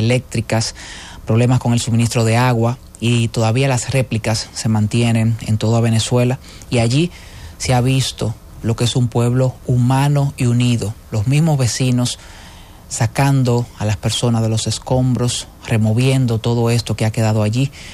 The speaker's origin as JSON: {"language": "Spanish", "country": "Dominican Republic", "said": "nosotros como República Dominicana"}